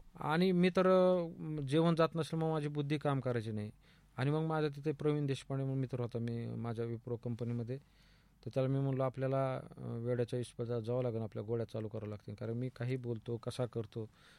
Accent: Maharashtra, India; moved away; also born or lived in Chhatrapati Sambhajinagar; घरी आलो डायरेक्ट मी माझ्या गावी म्हणजे संभाजीनगरहून जामखेड तालुक्यात आमच्या धुनपार गावी आलो.

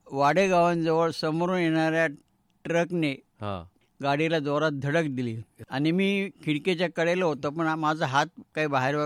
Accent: Parner, Maharashtra, India; born there; also born or lived in Ahmednagar; माझं बालपण, माझे वडील कोटामध्ये नोकरीला होते, त्यामुळे माझं बालपण काही सुरुवातीला नगरला मॉन्टेसरीपर्यंत आणि नंतर पहिली ते 8वीपर्यंत माझं पारनेरला इथे झालं.

